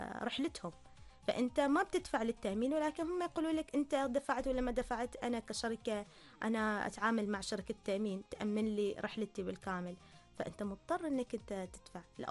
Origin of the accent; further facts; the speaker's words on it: Oman; عندنا إحنا مثلا في دولتنا عندنا في عمان